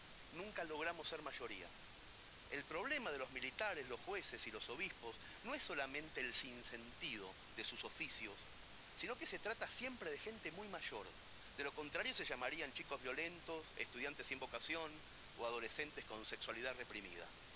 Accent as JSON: {"language": "Spanish", "town": "Mercedes", "region": "Buenos Aires Province", "country": "Argentina", "tie": "born or raised there", "said": "Mercedes votó al revés que el resto del país. El flamante intendente de mi pueblo resultó ser un chico más joven que yo"}